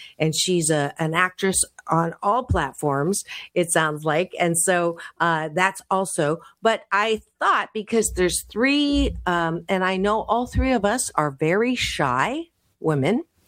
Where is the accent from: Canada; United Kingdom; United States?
Canada; born there; So instead of saying the elephant in the room, because I was born in Canada, I say, let's put the moose on the table.